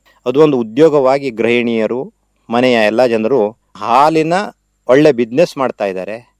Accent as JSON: {"language": "Kannada", "town": "Maravalli", "region": "Karnataka", "country": "India", "said": "ಭಾರಿ ದೂರದಲ್ಲಿರುವಂತಹ ನಮ್ಮೂರಿಗೆ ಯಲ್ಲಾಪುರದಿಂದ ಡಾಕ್ಟರ್ಸ್ ಬರಬೇಕು."}